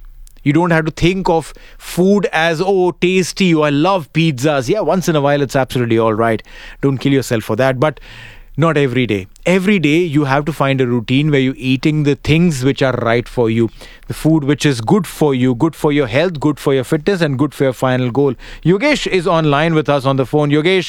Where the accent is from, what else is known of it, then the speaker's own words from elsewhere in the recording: Mumbai, Maharashtra, India; I'm from Mumbai.